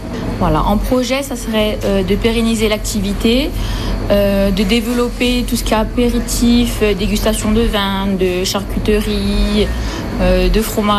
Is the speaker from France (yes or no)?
yes; Pietracorbara, Corsica, France; now in Cagnano, France; À la base, je suis de Pietrakorba. Je travaille sur Bastia dans un hôtel-restaurant.